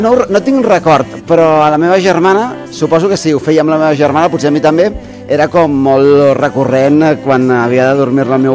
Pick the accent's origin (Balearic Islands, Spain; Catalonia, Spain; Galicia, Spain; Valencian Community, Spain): Galicia, Spain; Ribeira de Piquín; Jo sóc del Concello de Ribeira de Pequín, de Lugo.